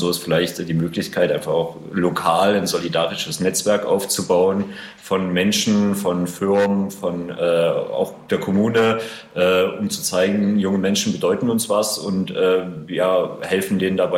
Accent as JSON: {"language": "German", "town": "Frohburg", "region": "Saxony", "country": "Germany", "tie": "born or raised there", "also_born_or_lived": "Jena", "moved": "yes", "lives_now": "Leipzig, Germany", "said": "Ich bin im Ortsteil von Frohburg groß geworden, habe dann verschiedene Stationen durchlaufen, war eine ganze Weile in Jena, wohne ja jetzt auch in Leipzig. Aber ja, auch ich war in meiner Jugendzeit hier in einem selbstverwalteten Jugendclub."}